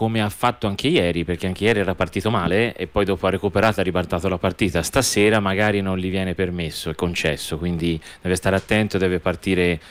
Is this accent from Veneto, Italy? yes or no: no; Tuscany, Italy